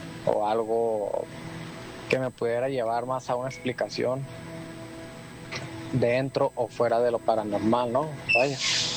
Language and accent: Spanish; Sinaloa, Mexico; No sé si será algún relato, porque la verdad, con todo respeto, yo no soy de esos lugares. Yo soy de Sinaloa.